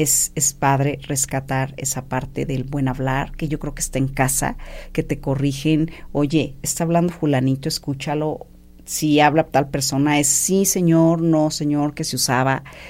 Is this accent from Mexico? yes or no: yes; Mexico; Somos aquí mexicanos